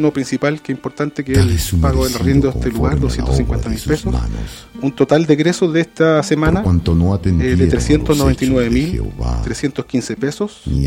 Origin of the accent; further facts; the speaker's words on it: Chile; yo soy chileno y hablo español